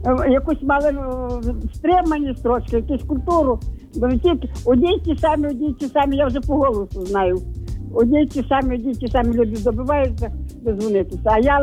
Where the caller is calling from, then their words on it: Lviv, Lviv Oblast, Ukraine; я зі Львова дзвоню.